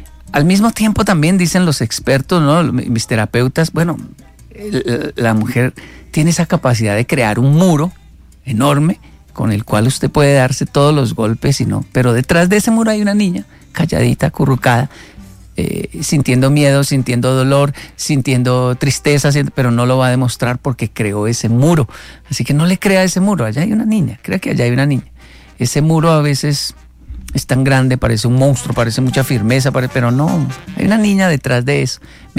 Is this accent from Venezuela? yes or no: no; Colombia; yo soy colombiano. Me di cuenta que era colombiano.